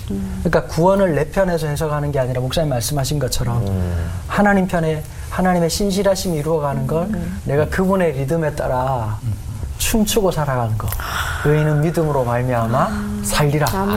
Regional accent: Songjeong, Busan, South Korea; 제가 초등학교 들어가기 전까지 해운대 옆에 있는 송정에서 자랐어요. 근데 이제 할아버지 할머니 밑에 자랐는데.

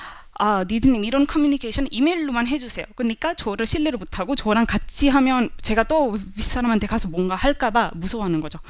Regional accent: India; Korean is a second language; moved away as an adult; now in South Korea; 인도에서 온

